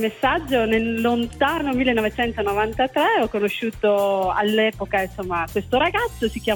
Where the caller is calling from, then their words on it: Veneto, Italy; Siamo dalla provincia di Verona.